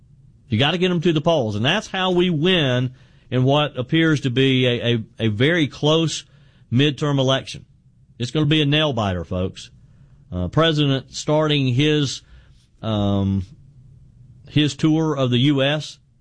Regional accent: South Carolina, United States; my home state of South Carolina

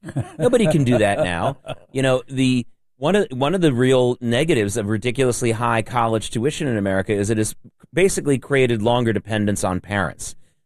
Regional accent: Norfolk, Virginia, United States; now in New York, United States; Before I came to New York, I was growing up in Norfolk, Virginia.

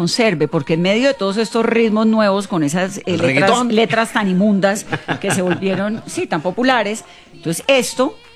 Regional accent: Cali, Valle del Cauca, Colombia; Soy caleña

